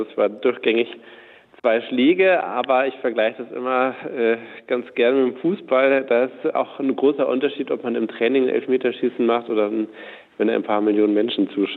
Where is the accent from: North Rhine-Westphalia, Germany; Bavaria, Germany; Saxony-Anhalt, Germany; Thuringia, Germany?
Bavaria, Germany; Munich; Und wenn ich als Münchner Kommunalpolitiker irgendwo unterwegs bin